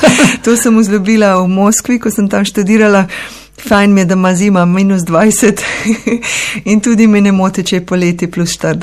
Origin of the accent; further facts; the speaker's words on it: Lesce, Upper Carniola, Slovenia; also born or lived in Moscow; Jaz sem se rodila z hribi v srcu, ker sem Gorenjka tam pod stolom doma.